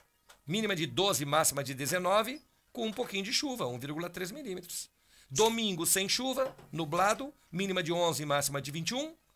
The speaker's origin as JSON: {"language": "Portuguese", "region": "Rio Grande do Sul", "country": "Brazil", "accent": "Portunhol (border dialect)", "said": "Mostrando os costumes da fronteira, ele mostrando o nosso dialeto, o nosso portunhol."}